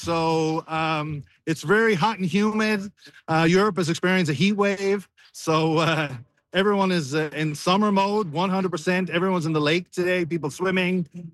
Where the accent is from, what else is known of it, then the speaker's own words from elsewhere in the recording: Newfoundland and Labrador, Canada; moved away; also born or lived in Lucerne, Switzerland; So I'm in Switzerland, in Lucerne. I moved over as a Newfoundlander back in the 90s and lived here until 2018.